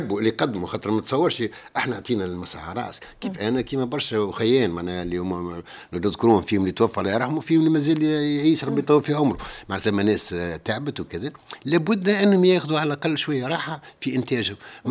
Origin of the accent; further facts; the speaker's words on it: Tunisia; عندنا احنا التوانسة